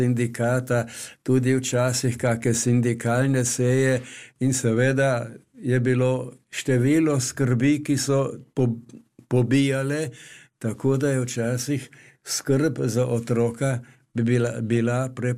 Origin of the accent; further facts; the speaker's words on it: Mlinče, Carinthia, Austria; born there; now in Rosental, Austria; z mamo Svetlano živita v Mlinčah, v moji rojstni vasi.